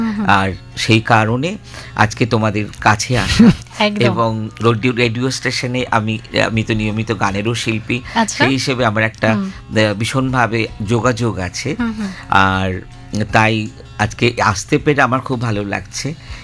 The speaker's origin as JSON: {"language": "Bangla", "region": "West Bengal", "country": "India", "tie": "born there", "moved": "yes", "said": "আমি তো ধরো মেদিনীপুরের একটা গ্রামে জন্মেছিলাম, তারপরে স্কুলে পড়া"}